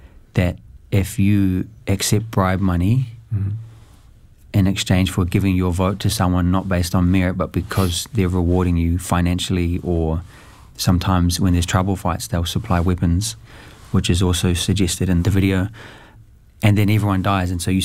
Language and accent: English; Papua New Guinea; moved away; my home country, Papua New Guinea